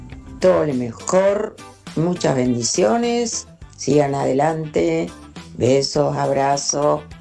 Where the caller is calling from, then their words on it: Don Torcuato, Buenos Aires Province, Argentina; Te saluda … de Don Torcuato.